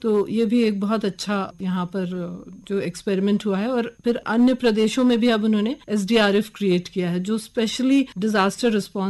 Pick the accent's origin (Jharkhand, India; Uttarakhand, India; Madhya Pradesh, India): Madhya Pradesh, India; born or raised there